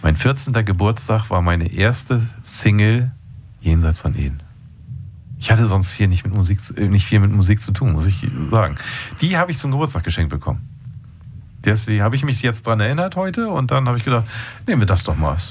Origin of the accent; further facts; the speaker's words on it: Schleswig-Holstein, Germany; ich bin ja eher östlich ausgerichtet gewesen, weil mein Heimatort nah an Lübeck war.